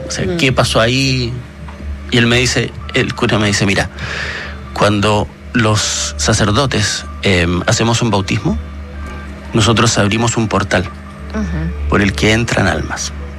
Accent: Magallanes and Chilean Antarctica, Chile; now in Santiago, Chile; yo soy de Magallanes

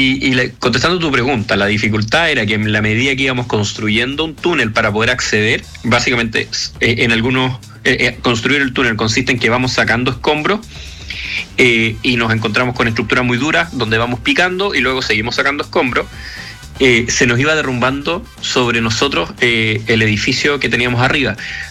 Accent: Chile; De lo que conozco, porque soy chileno, fue un terremoto muy superficial, comparado con los de Chile.

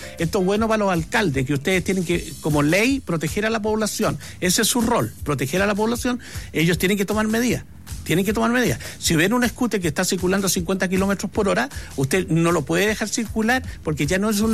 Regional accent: Chile

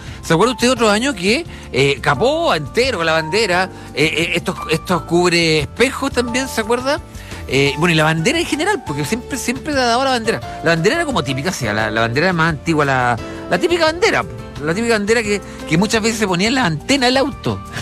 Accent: Chile; Esto, a ver, uno que somos chilenos, no nos estamos quejando, ¿eh?

